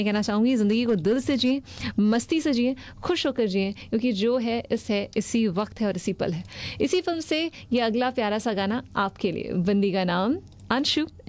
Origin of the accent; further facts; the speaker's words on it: Chhattisgarh, India; हम छत्तीसगढ़ से हैं तो ये बात सुनकर बहुत अच्छा लगा